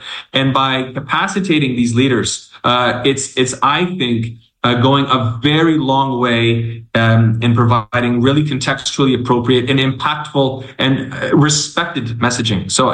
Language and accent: English; Canada; now in Democratic Republic of the Congo; I'm a Canadian. In the DRC.